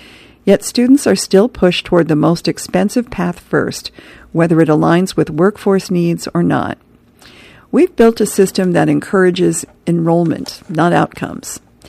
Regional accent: Danville, Illinois, United States; In my hometown of Danville, Illinois, only about 17% of adults have one.

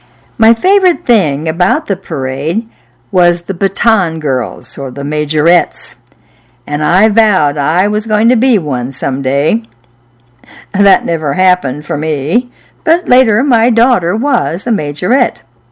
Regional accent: Iron River, Michigan, United States; Growing up in Iron River in Michigan's Upper Peninsula, good weather for swimming was never predictable, and I loved to swim.

